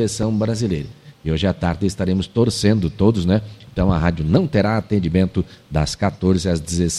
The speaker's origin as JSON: {"language": "Portuguese", "country": "Brazil", "said": "somos brasileiros"}